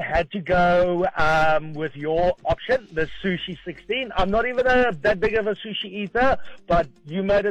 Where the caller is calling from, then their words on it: Cape Town, Western Cape, South Africa; I'm calling from Cape Town.